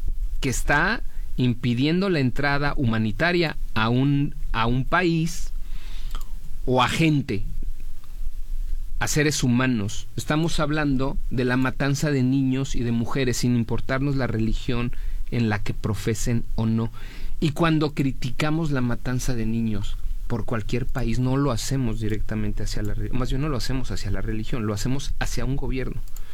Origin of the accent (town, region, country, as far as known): Mexico